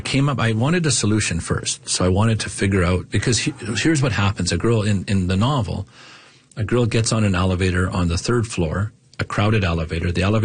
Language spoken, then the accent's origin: English; Fort Vermilion, Alberta, Canada; So I grew up in Fort Vermilion. So I was born and raised. It's kind of between High Level and Fort Chipewyan. It's about 700 people.